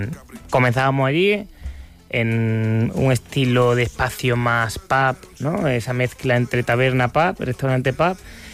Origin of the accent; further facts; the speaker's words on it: Córdoba, Andalusia, Spain; moved away as an adult; now in Barcelona, Spain; yo soy del sur, llevo aquí ya casi 9 años.